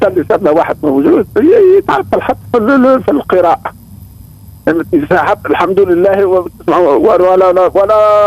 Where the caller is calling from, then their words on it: Tunisia; من برقة، من برقة عند رحمة.